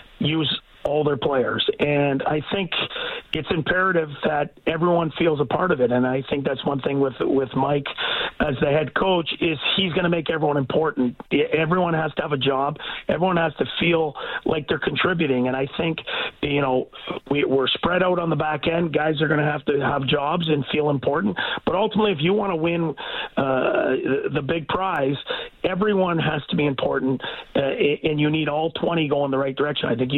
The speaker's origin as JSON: {"language": "English", "country": "Canada", "said": "Being Canadian and, I had an opportunity to coach in Toronto and Ottawa."}